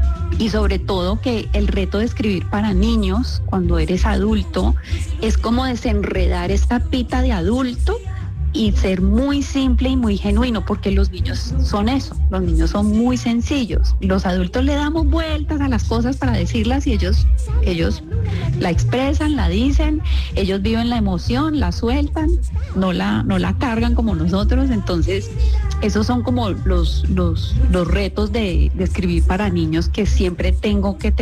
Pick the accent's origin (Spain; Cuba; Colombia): Colombia; Cali, Valle del Cauca; somos muy caleñas, nos encanta la salsa.